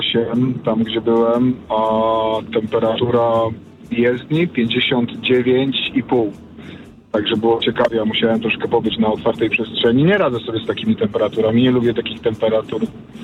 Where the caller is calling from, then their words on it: Brenna, Silesian Voivodeship, Poland; wracam do siebie pod granicę czeską, do Brennej.